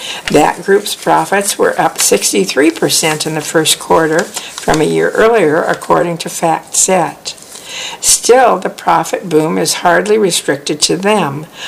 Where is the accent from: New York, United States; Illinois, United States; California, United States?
Illinois, United States; Danville; first person in my family to earn a college degree, a milestone my parents celebrated with pride. In my hometown of Danville, Illinois, only about 17% of adults have one.